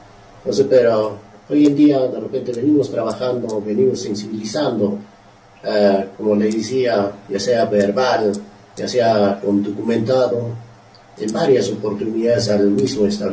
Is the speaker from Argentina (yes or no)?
no; Challhuahuacho, Apurímac, Peru; como cotabamino, como chalobochino, quiero a mi pueblo también